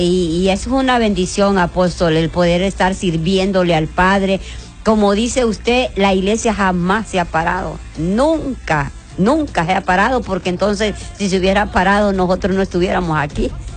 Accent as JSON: {"language": "Spanish", "country": "Honduras", "tie": "born there", "said": "los 298 municipios que tenemos en nuestro país, que es un país hermoso, porque es el país en donde yo nací, y donde yo voy a morir también"}